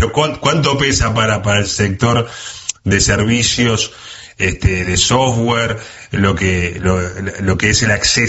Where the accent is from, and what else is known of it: Uruguay